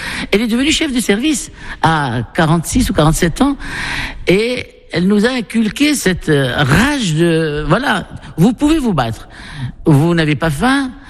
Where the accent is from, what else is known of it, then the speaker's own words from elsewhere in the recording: Marrakesh, Marrakesh-Safi, Morocco; fin fond de la Médina de Marrakech, dans une rue qui s'appelle Derb Jdid, à Riad Zitoun El Kedim. Et j'ai passé toute mon enfance en Médina, au milieu d'une famille nombreuse.